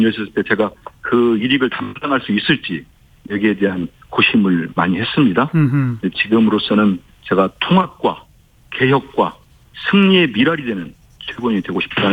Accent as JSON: {"language": "Korean", "region": "North Jeolla", "country": "South Korea", "tie": "born or raised there", "moved": "yes", "said": "제가 지금도 제 고향 전라북도에 내려왔거든요"}